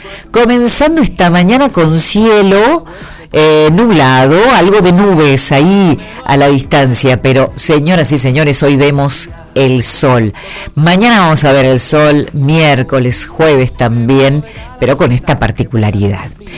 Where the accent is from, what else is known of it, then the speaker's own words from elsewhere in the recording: Argentina; Si no sufrimos, no somos argentinos.